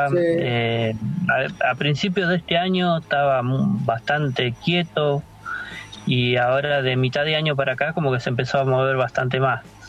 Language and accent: Spanish; El Bolsón, Río Negro, Argentina; yo vengo de Bolsón.